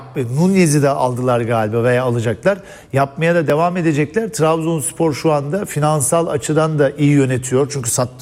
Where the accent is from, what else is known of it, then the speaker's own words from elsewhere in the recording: Çorum, Turkey; Bu arada ben de Çorumluyum. Benim memleketimle oynayacaklar.